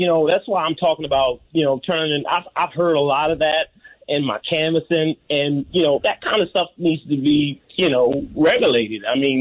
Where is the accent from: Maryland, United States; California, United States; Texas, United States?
Maryland, United States; Baltimore; again, I'm a candidate, and I was born and raised in Baltimore.